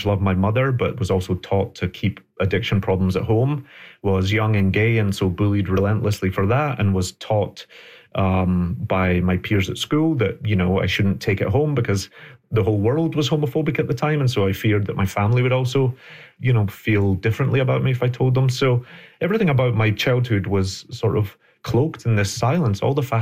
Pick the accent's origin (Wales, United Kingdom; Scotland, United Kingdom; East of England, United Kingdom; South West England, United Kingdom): Scotland, United Kingdom; born there